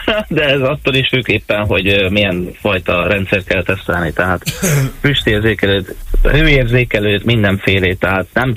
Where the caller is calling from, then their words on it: Pest, Hungary; Pest megyei vagyok. Tehát pesti kerületben rakok